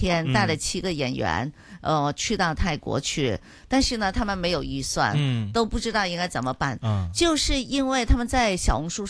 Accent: Guangdong, China; 这就是我身为潮州人的自豪啊

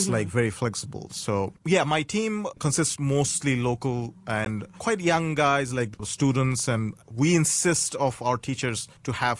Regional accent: Bangladesh; English is a second language; growing up in Bangladesh, you have jute everywhere. And it's like a very readily available. And it's a very integral part of our culture.

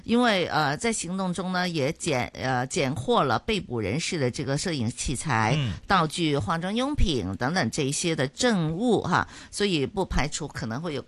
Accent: Hong Kong; 我们香港人在做

